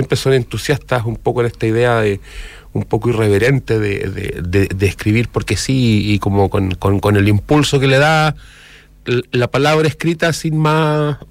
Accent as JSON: {"language": "Spanish", "region": "Antofagasta", "country": "Chile", "moved": "yes", "said": "Yo soy antofagastino, vivía hasta el año 2004 acá."}